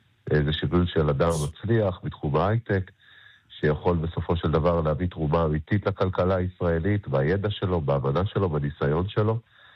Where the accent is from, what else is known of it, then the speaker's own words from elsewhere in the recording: Kiryat Gat, Southern District, Israel; אני מגיע מקריית גת, מהדרום.